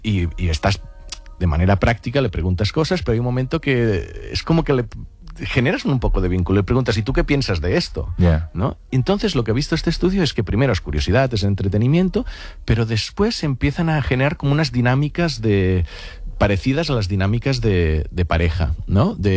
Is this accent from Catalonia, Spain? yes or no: yes; Catalonia, Spain; mira que soy del Delta del Ebre, hay mosquitos, sí.